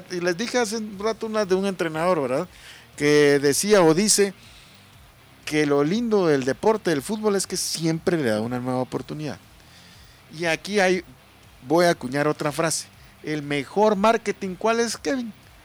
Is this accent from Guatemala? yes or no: yes; Guatemala; así somos los guatemaltecos